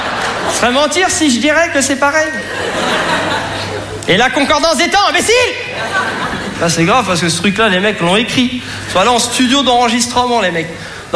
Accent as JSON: {"language": "French", "town": "Saint-Denis", "region": "Île-de-France", "country": "France", "said": "je viens de Saint-Denis, franchement. Saint-Denis, vous connaissez tous, hein, ville de 100 000 habitants, dont 90 000 rappeurs."}